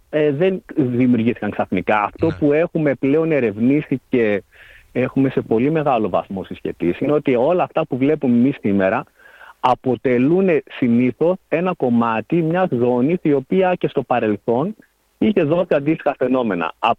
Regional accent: Perivoli, Western Macedonia, Greece; born there; στο χωριό μου εδώ που είμαι από τα Γρεβενά, από το περιβόλι Γρεβενών

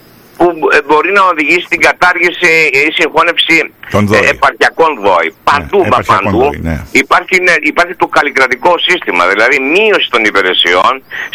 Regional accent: Corfu, Ionian Islands, Greece; εδώ το χωριό μου

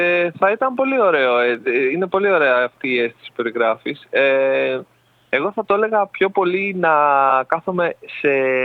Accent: Larissa, Thessaly, Greece; now in Athens, Greece; Είμαι από τη Λάρισα.

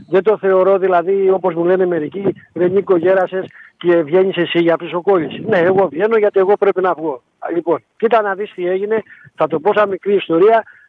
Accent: Patras, Western Greece, Greece; born there; Εμένα η Πάτρα θα είναι η πόλη μου

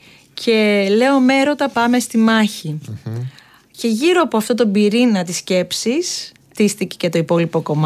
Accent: Samos, North Aegean, Greece; παρόλο που κατάγομαι από τη Σάμο

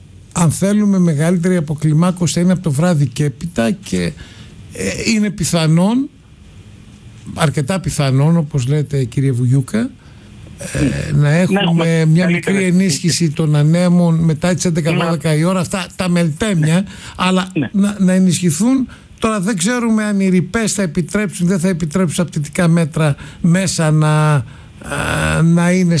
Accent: Greek islands, Greece; Αυτό το μελτέμι το ξέρω ως νησιώτης

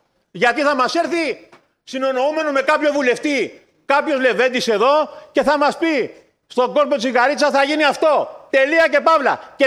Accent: Corfu, Ionian Islands, Greece; εμείς οι Κερκυραίοι

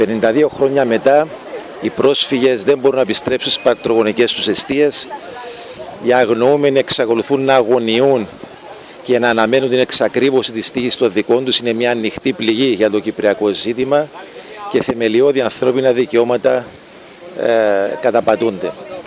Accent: Cyprus; νιώσαμε ως Κύπροι, ως Έλληνες Κύπροι

